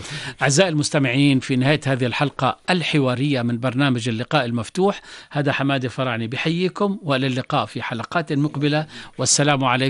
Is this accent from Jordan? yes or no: yes; Jordan; ولذلك نحن كأردنيين من كافة الأصول والمنابت، إحنا كأردنيين دورنا أن نقدم الدعم والإسناد يعني للشعب الفلسطيني.